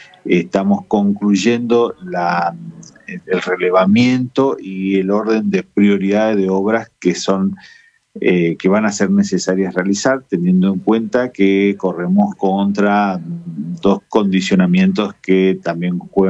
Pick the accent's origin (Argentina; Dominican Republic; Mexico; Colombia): Argentina; Corrientes; En definitiva, somos los correntinos los que estamos soportando estos gastos cuando suceden algunas cuestiones.